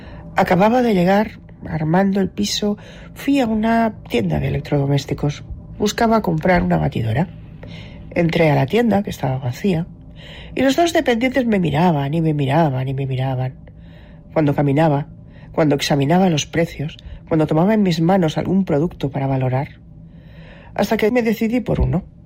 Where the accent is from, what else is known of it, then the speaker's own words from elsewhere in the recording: Cuba; que los cubanos son unos putos, porque sí, soy cubano.